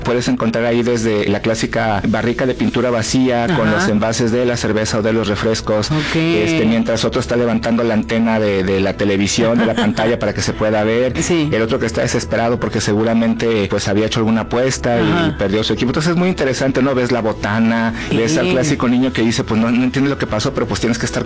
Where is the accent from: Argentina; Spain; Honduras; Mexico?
Mexico; quizá muchas veces lo pensamos como mexicanos, pero no lo externamos, y es que el fútbol, el soccer, es parte de la cultura mexicana.